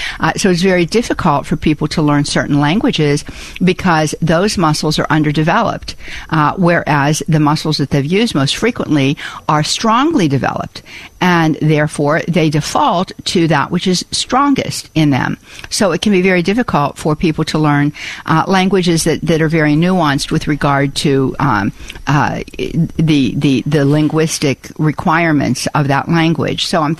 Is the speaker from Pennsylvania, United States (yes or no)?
yes; Pittsburgh, Pennsylvania, United States; accent: Pittsburgh; I cannot completely ditch my Pittsburgh accent. I never want to completely ditch my rootedness in a steel city.